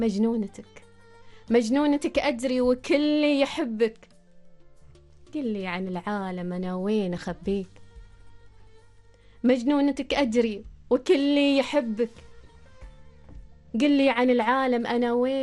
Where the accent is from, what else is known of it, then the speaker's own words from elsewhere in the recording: Suwaiq, Al Batinah North, Oman; أنا صح من السويق، لكن تعرف أنت السويق أساسا عدة لهجات أصلا